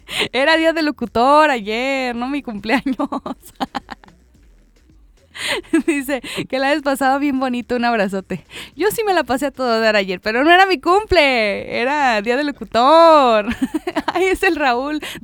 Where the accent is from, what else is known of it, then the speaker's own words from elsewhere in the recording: Mexico; Somos mexicanos